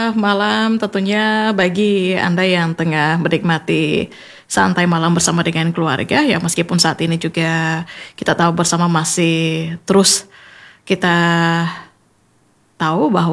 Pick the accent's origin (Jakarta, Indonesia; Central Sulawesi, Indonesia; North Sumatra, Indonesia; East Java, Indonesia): Central Sulawesi, Indonesia; kita selaku warga Sulawesi Tengah